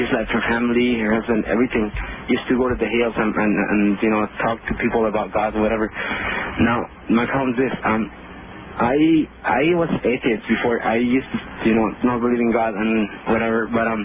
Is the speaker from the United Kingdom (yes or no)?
no; Mexico; moved away as an adult; I am Mexican. I came from Mexico about 10 years ago.